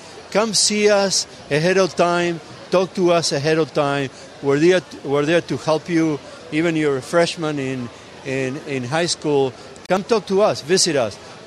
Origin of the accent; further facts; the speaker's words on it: Rosario, Santa Fe, Argentina; He's from my hometown, so I love it.